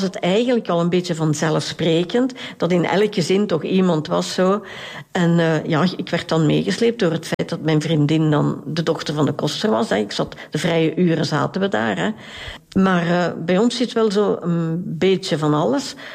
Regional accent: Tienen, Flanders, Belgium; ik ben geboren en getogen in Tiene, dus ik ken Tiene heel goed

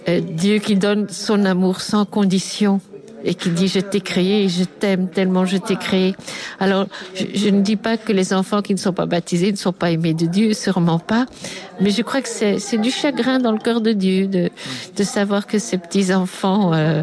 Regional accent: Namur, Wallonia, Belgium; Oui, excusez-moi, je dois parler en français parce que je viens de Namur.

